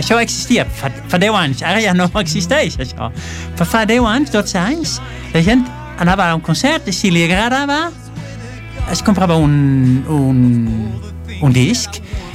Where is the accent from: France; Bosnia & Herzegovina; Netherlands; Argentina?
Netherlands; Catalan is a second language; I a més soc holandès. Clar. I el color nacional d'Holanda és taronja, és l'orange.